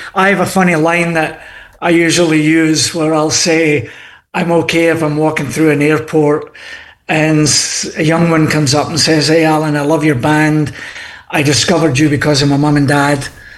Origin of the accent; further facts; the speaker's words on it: Scotland, United Kingdom; Yeah, so being Scottish, and I know that Sam's off the Irish, he's Irish background.